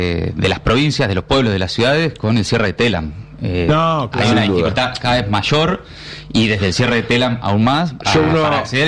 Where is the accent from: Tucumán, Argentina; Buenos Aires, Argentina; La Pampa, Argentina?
La Pampa, Argentina; Sí, yo soy de La Pampa y todos mis primeros años de laburo fueron.